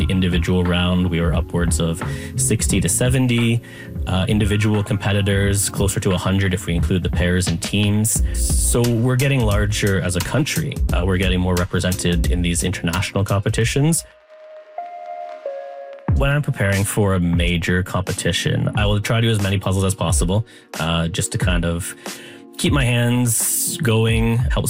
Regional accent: Canada

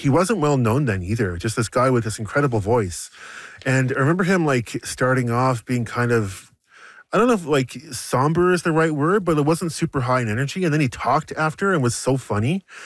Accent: Hay River, Northwest Territories, Canada; now in Yellowknife, Canada; I'm from Hay River here in the Northwest Territories. The year I moved to Yellowknife back in 2019

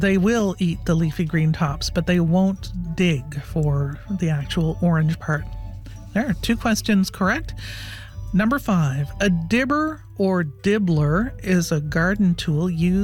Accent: Halifax, Nova Scotia, Canada; I'm from Halifax, and the climate is not necessarily great for roses.

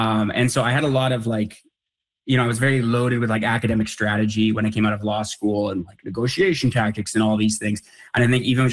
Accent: Calgary, Alberta, Canada; also born or lived in Saskatchewan; they're like, yeah, I'm from Calgary. I was like, oh, me too.

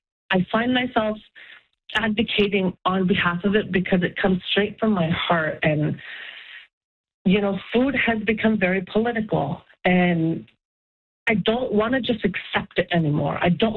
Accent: Iqaluit, Nunavut, Canada; This is my hometown. I'm from here

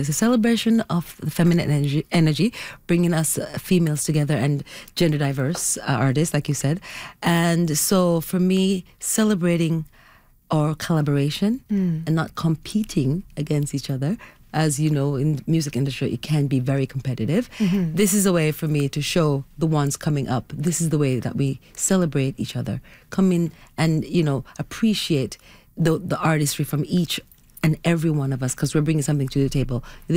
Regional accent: Jamaica; Well, I was raised in Jamaica by my grandparents, who were strict Christians.

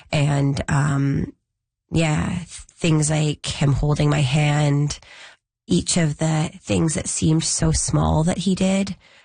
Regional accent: Vancouver, British Columbia, Canada; I'm from Vancouver area, lower mainland.

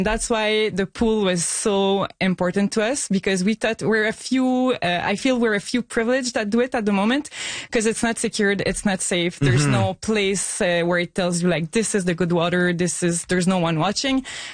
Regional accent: Lachine, Quebec, Canada; Like, it had been there forever. So we grew up in Lachine. It was part of the identity, and I totally understand.

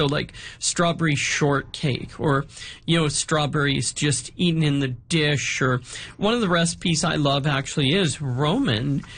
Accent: British Columbia, Canada; Even my hometown on the Sunshine Coast had a strawberry jam factory.

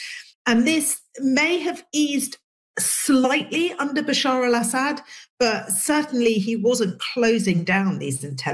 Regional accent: England, United Kingdom; when me and Asma were young girls growing up in England

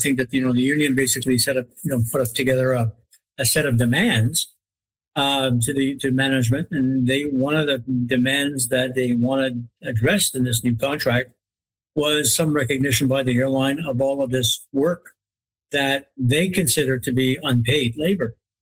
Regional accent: Canada

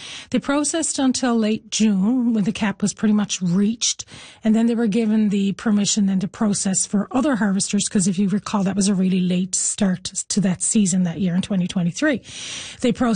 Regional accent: Placentia, Newfoundland and Labrador, Canada; I grew up in Placentia, so I'm familiar with how Argentia works.

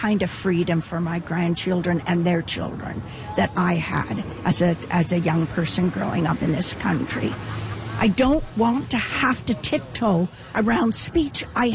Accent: Ontario, Canada; born there; moved away as an adult; now in Alberta, Canada; I was born in Ontario, so I'm a transplant here. I came for a little bundle with big brown eyes 25 years ago, and I've never looked back.

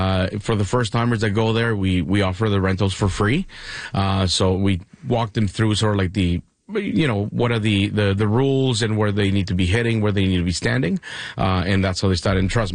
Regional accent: Mexico; moved away; So I was born and raised in Mexico. So I had my share of paddle because it was invented there.

